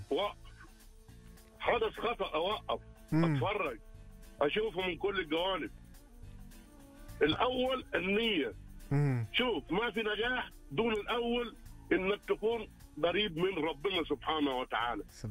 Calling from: Riyadh, Riyadh Province, Saudi Arabia; بتكلم من الرياض.

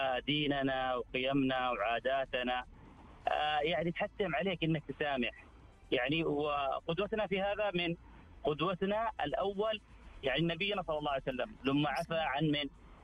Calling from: Dammam, Eastern Province, Saudi Arabia; من الدمام.

